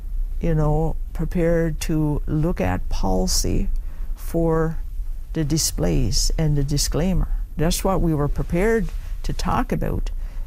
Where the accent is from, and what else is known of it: Makkovik, Newfoundland and Labrador, Canada; born or raised there